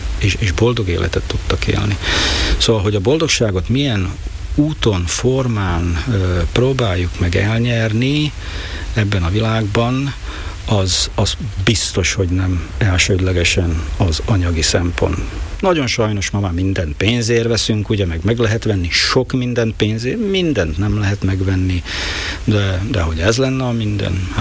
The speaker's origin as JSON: {"language": "Hungarian", "country": "Hungary", "said": "én itthon vagyok, innen származom, mondhat bárki bármit, én szeretem ezt a vidéket."}